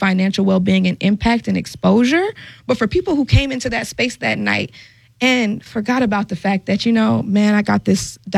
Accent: Tampa, Florida, United States; I'm from Tampa, so I call them grills.

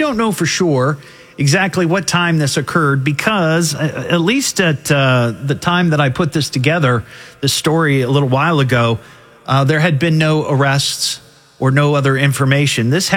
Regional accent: Beaver Creek, United States; in Beaver Creek. I did this last year, and I'd like to make this an annual tradition because that's my hometown

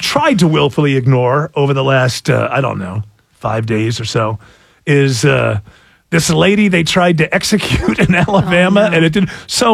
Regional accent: England, United Kingdom; I'm English

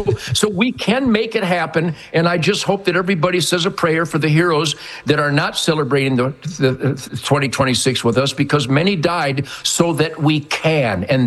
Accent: Detroit, Michigan, United States; born there; I was born in Motown.

